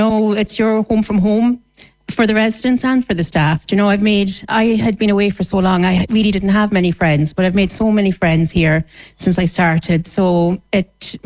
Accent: Scotland, United Kingdom; also born or lived in Dublin, Ireland; now in Mayo, Ireland; I wasn't from Dublin. I'm originally from Scotland.

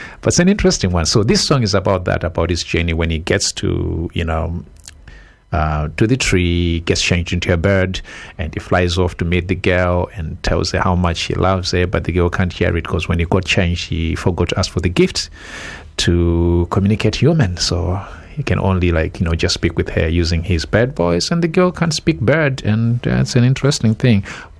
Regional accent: Zimbabwe; now in East Sussex, United Kingdom; I'm from Zimbabwe.

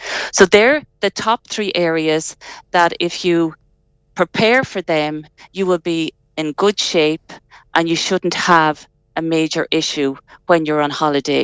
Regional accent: Sligo, Connacht, Ireland; Yeah, that's it. Born and bred in Sligo town

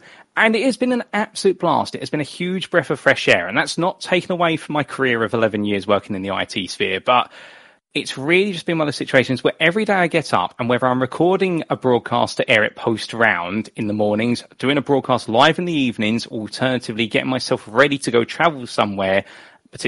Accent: United Kingdom; growing up in the United Kingdom and watching British motorsport and Formula One, you only know the circuits they go to unless you start doing your research

